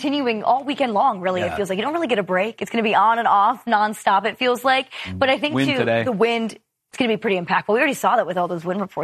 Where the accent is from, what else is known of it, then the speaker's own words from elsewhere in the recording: Detroit, Michigan, United States; I'm from the Detroit area